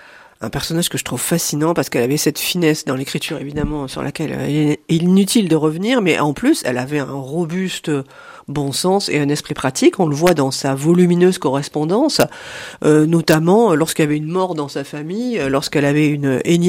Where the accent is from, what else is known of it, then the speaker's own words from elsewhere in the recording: France; chez nous en France